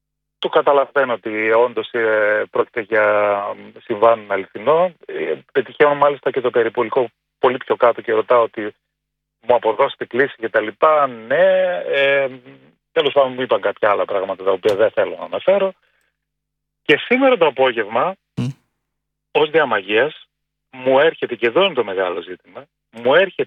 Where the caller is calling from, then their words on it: Thessaloniki, Central Macedonia, Greece; Εγώ είμαι από Θεσσαλονίκη